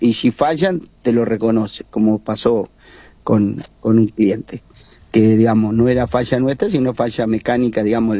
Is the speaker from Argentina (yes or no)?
yes; Gaboto, Santa Fe, Argentina; Gaboto, porque bueno, tratándose que es mi pueblo